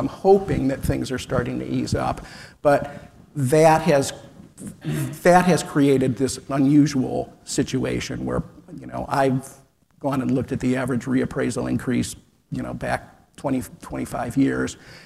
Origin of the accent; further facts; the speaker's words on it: Cleveland Heights, Ohio, United States; now in Columbus, United States; in the neighborhood I live in Columbus, which is a lot like the neighborhood I grew up in Cleveland Heights with old houses from the 1920s and 30s